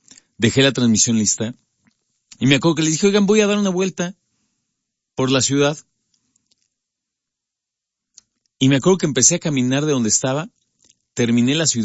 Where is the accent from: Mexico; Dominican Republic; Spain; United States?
Mexico; Mexico City; Yo creo que los capitalinos somos especiales